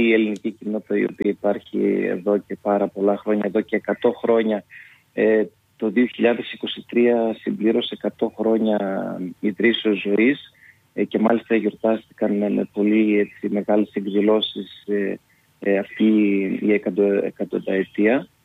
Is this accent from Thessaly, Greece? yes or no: no; Giannitsa, Central Macedonia, Greece; also born or lived in Hamburg, Germany / Thessaloniki; Η καταγωγή μου είναι από τα Γιάννητσά του Μωμοπέλης. Έχω γεννηθεί εκεί πέρα. Έχω ζήσει μέχρι 7 χρονών, οι γονείς μου ήταν μετανάστες στη Γερμανία. Έζησα μέχρι 7 χρονών στο Αμβούργο. Επιστρέψαμε, μετά σπούδασα στη Θεσσαλονίκη